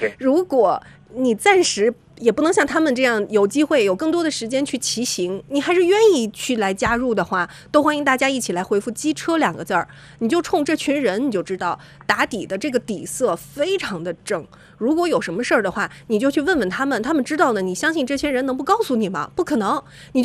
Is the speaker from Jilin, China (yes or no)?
no; Shandong, China; 我们山东人